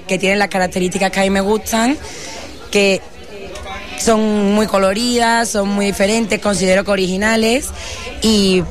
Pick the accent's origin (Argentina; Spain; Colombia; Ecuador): Spain; Constantina, Andalusia; soy de aquí y siempre apuesto por mi pueblo.